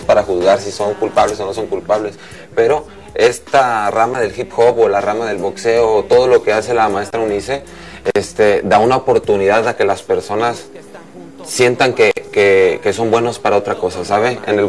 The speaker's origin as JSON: {"language": "Spanish", "town": "Tepic", "region": "Nayarit", "country": "Mexico", "said": "Soy de Tepic, Nayarit, orgullosamente."}